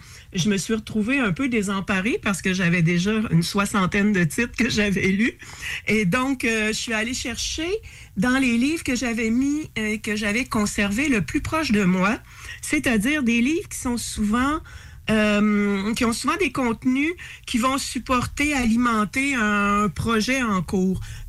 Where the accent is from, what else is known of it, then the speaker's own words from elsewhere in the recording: Rimouski, Quebec, Canada; on est trois de Rimouski à lancer un livre chez Poète de Brousse de Rimouski.